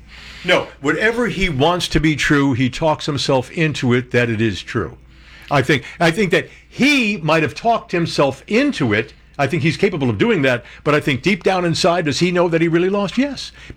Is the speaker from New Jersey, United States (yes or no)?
yes; New Jersey, United States; growing up in New Jersey as an Italian guy and knowing some of these people